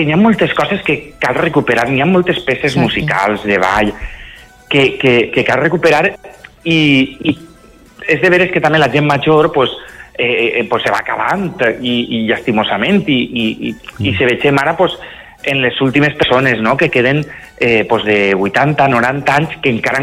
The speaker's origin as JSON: {"language": "Catalan", "town": "Meliana", "region": "Valencian Community", "country": "Spain", "said": "jo vivia a Meliana, soc de Meliana, com saps, i allí hi havia un grupet"}